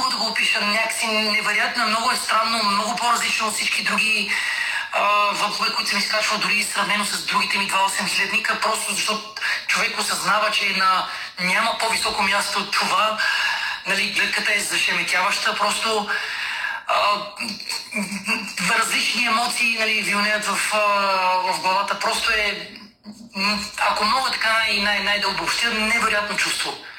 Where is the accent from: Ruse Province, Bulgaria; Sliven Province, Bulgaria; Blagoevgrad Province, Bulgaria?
Blagoevgrad Province, Bulgaria; Razlog; туристическото лого на родният ми град Разлог.